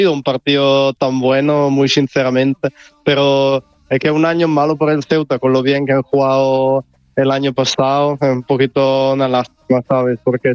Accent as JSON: {"language": "Spanish", "town": "Pavia", "region": "Lombardy", "country": "Italy", "second_language": "Spanish", "said": "Yo soy de Pavía, que básicamente muy cerca de Milano."}